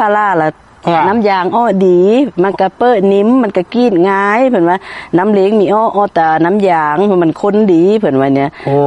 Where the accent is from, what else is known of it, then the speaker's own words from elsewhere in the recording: Kham Cha-i, Mukdahan, Thailand; คุณแม่บุญเลี้ยงอยู่บ้านห้วยทราย